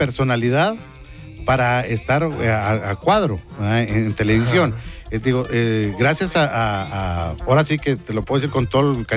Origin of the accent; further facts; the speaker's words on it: Monterrey, Nuevo León, Mexico; Es más, y como somos regios y somos como hermanos, nos podemos hasta dar besos.